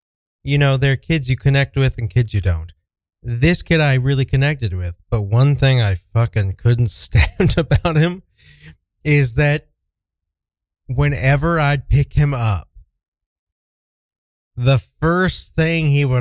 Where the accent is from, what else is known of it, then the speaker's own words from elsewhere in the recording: Kansas City, Missouri, United States; now in Brooklyn, United States; the truth of the matter is, I grew up in Kansas City.